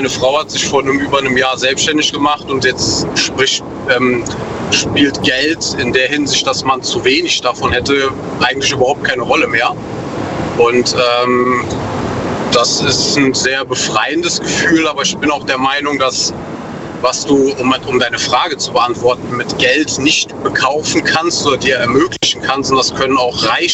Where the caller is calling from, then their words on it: North Rhine-Westphalia, Germany; Aus der Eifel, NRW.